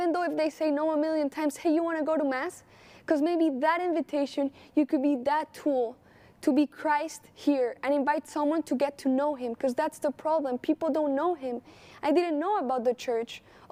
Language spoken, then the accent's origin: English; Colombia; moved away; I was raised in Colombia, and in Colombia, you don't really hear, or at least in my school, where I was raised, in the environment I was raised, people wouldn't talk about God.